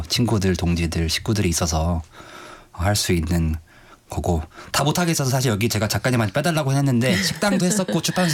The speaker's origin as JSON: {"language": "Korean", "region": "Gangwon", "country": "South Korea", "said": "저는 강원도 촌놈인데 강원도에서 이렇게 멀리 와서"}